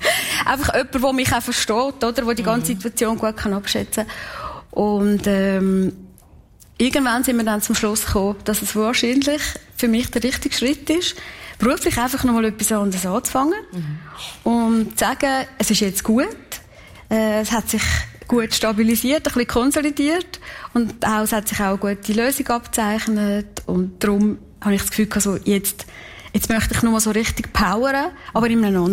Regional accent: Kalbrunn, Switzerland; weil ich bin in Kalbrunn aufgewachsen. Ich bin ein Kalbrunner, durch und durch.

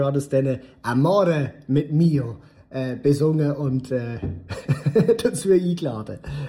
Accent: Switzerland; fand ich das, glaube ich, als Schweizer schon gar ein bisschen direkt

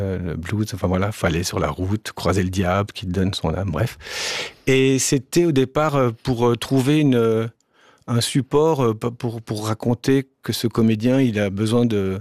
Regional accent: Switzerland; now in France; ça fait donc 20 ans que je suis en France. Je suis un Suisse en France et chaque fois que je dis que je suis Suisse, les Français ne comprennent rien vraiment à ce qu'on est.

